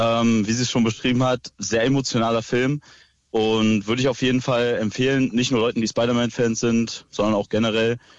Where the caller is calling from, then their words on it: Potsdam, Brandenburg, Germany; ich komme aus Potsdam